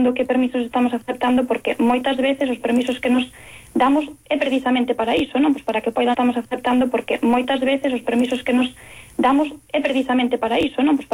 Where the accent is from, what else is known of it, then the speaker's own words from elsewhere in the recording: Galicia, Spain; nos que somos galegos